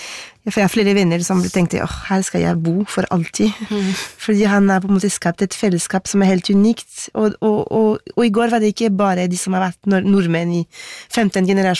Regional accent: Paris, Île-de-France, France; Norwegian is a second language; now in Norway; da jeg vokste opp i Paris, hvor jeg ble forklart at vi franskmenn 300 år siden, vi drepte kongen vår, vi.

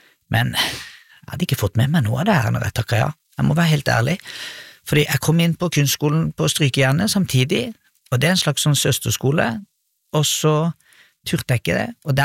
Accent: Kristiansand, Agder, Norway; also born or lived in Trondheim; Jeg vokste opp på Søm, i Kristiansand. Og når jeg sier Søm, så mener jeg hele Søm. Det er et lite sted over Varoboet. Jeg bodde overalt på Søm. 10 plasser faktisk.

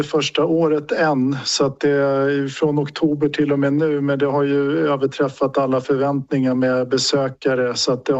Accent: Sweden; Men jag är då uppväxt i Sverige med den bakgrunden och det är ju en minoritet i Sverige

